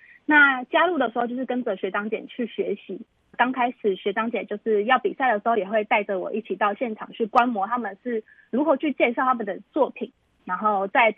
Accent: Taitung County, Taiwan; 我是从小就是生长在就是好山好水的台东

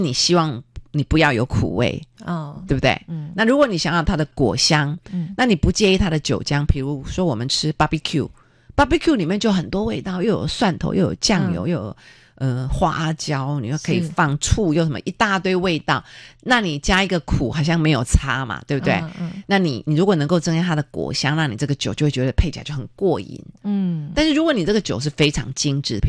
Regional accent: Taiwan; 我是台湾长大的孩子，我的食物我最思念的就是猪血糕啊、牛肉面啊、蚵仔煎啊、还有肉丸啊。

